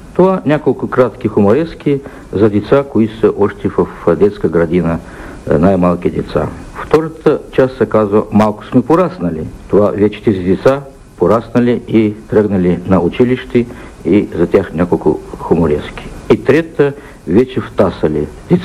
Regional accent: Artsyz district, Odesa Oblast, Ukraine; now in Chișinău, Moldova; в моя район, где съм се родил, град Арцис.

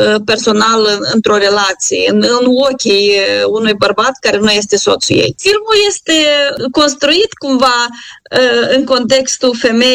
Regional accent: Fundurii Vechi, Moldova; la funduri vechi, este satul meu de Baștină

